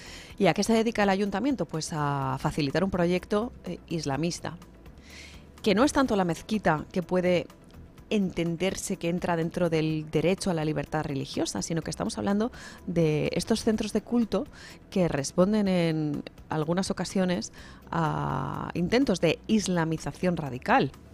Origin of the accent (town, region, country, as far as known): Spain